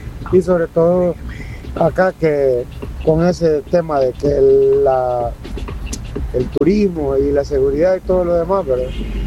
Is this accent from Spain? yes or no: no; El Salvador; ya todo va a subir, porque así somos los salvadoreños.